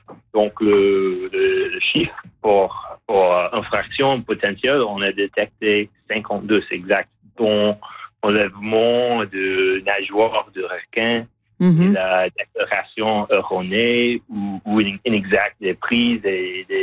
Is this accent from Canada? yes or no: yes; Canada; c'est un peu le même qu'on fait chez nous au Canada.